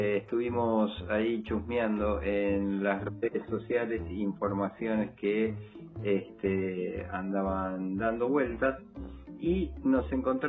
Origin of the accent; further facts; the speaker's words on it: Buenos Aires, Argentina; para los que estamos acá, somos porteños y no entendemos nada.